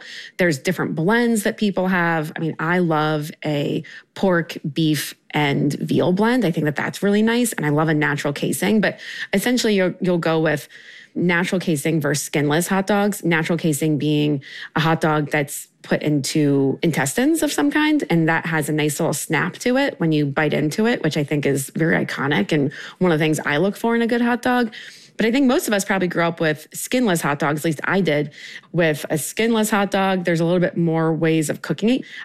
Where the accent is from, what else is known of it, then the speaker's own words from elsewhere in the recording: Maryland, United States; Yeah, you know, I grew up in Maryland. My dad's Iranian, my mom's Italian.